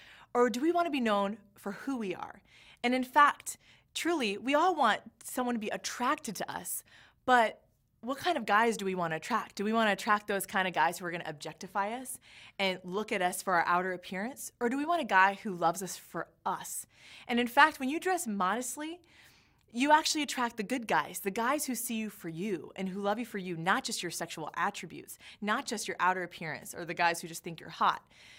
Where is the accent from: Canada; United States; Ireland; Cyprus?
United States; California; I'm from California, so we say dude.